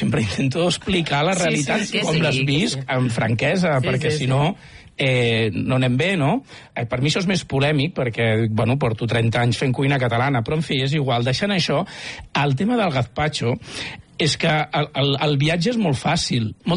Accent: Catalonia, Spain; Jo soc del Baix Llobregat.

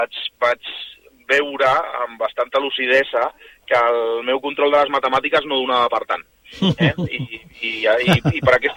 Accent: El Vendrell, Catalonia, Spain; T'haig de corregir, jo no soc de Valls, soc del Vendrell.

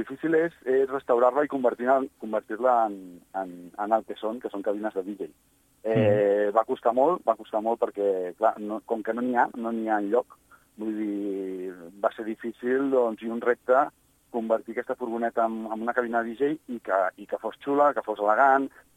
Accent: Cardedeu, Catalonia, Spain; Nosaltres som de Cardedeu

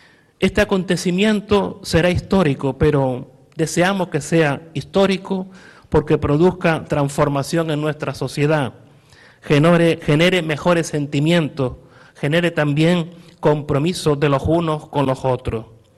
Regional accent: Canary Islands, Spain; nuestra tierra

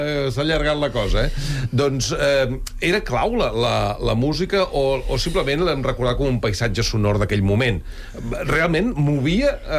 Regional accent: Catalonia, Spain; nosaltres som catalans, els que ja tenim una edat

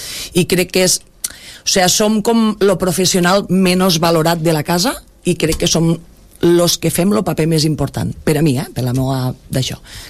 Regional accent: Tortosa, Catalonia, Spain; born there; moved away as an adult; now in Roquetes, Spain; Jo soc, o sigui, vaig néixer a Tortosa i soc de Roquetes.

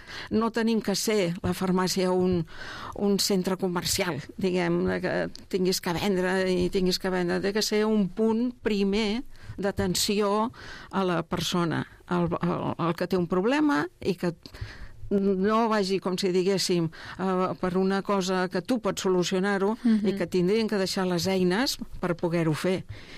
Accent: Mollet del Vallès, Catalonia, Spain; also born or lived in Barcelona; ja era de Mollet, o sigui, jo tinc que mirar-me el carnet d'identitat per dir on te vas néixer, a Barcelona, però jo em considero de naixement com de Mollet, perquè tota la vida he viscut aquí, he viscut al mateix lloc, i m'agrada el poble, m'agrada més viure en el poble que no pas en una ciutat gran.

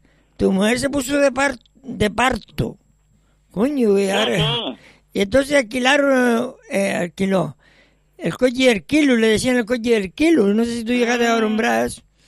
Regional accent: Las Palmas de Gran Canaria, Canary Islands, Spain; No, yo soy de Las Palmas.

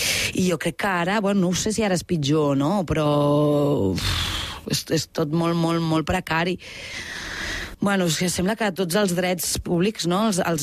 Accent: Barcelona, Catalonia, Spain; La Verneda.

